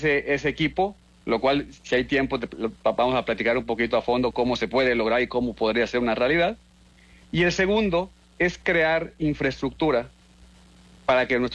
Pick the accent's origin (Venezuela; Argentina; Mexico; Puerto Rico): Mexico; now in Spain